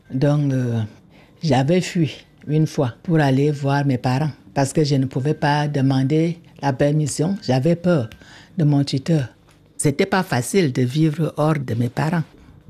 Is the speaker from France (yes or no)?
no; Cameroon; moved away; Je viens du Cameroun.